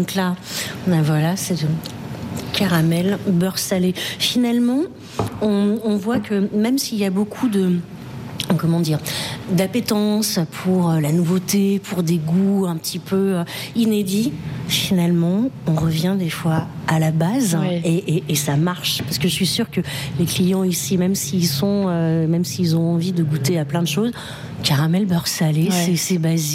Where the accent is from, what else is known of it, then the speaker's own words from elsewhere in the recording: Brittany, France; on est breton.